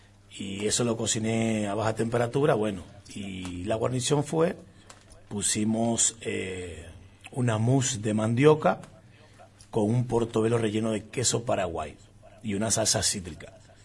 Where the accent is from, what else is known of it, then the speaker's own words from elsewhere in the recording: Dominican Republic; moved away as an adult; now in Formosa, Argentina; soy de República Dominicana. Ya hace muchos años que estoy acá en el país.